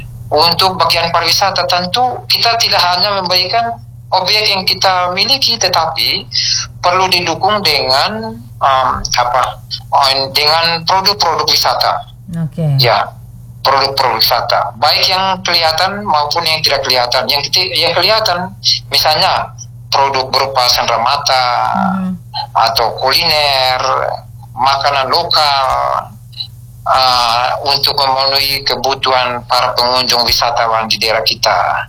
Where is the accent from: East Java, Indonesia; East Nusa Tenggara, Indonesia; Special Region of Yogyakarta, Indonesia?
East Nusa Tenggara, Indonesia; Flores; kita orang Flores